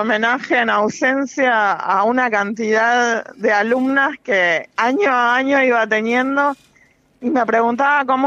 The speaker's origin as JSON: {"language": "Spanish", "country": "Argentina"}